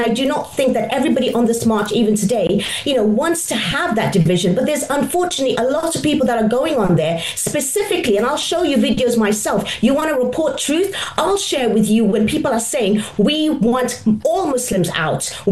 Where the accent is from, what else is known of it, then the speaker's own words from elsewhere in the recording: United Kingdom; with regards to me saying that I'm British, I belong, and everyone's saying no, I do not.